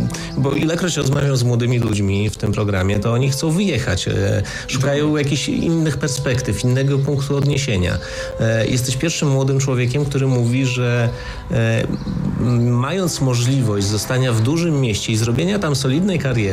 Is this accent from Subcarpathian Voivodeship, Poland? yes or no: no; Chełm, Lublin Voivodeship, Poland; bo ja zawsze podkreślam to, że my jesteśmy górale i no niskopienni, bo przecież te górki dookoła Chełma są cudowne